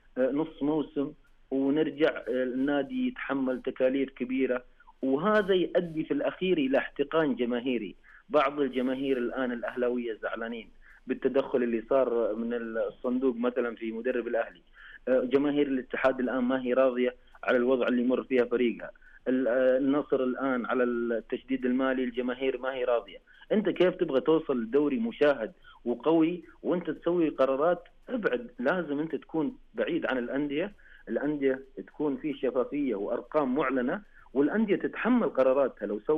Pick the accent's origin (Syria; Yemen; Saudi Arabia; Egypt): Saudi Arabia; طموحاتنا كسعوديين